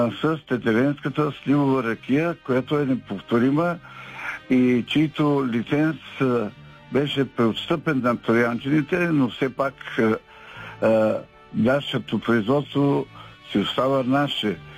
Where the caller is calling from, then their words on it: Teteven, Lovech Province, Bulgaria; от Етвен съм.